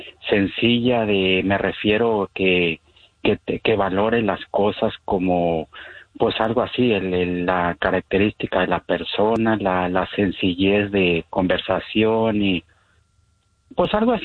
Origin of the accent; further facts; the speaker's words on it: Ciudad Juárez, Chihuahua, Mexico; also born or lived in Durango; Pues yo normalmente soy de aquí, de la frontera acá con El Paso, de ahí de Ciudad Juárez.